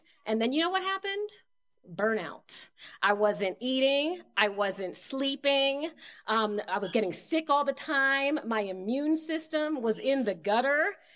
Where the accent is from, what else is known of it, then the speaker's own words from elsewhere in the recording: Washington, District of Columbia, United States; My background, I grew up in Washington, D.C., and I did a lot of traditional things that people said meant success.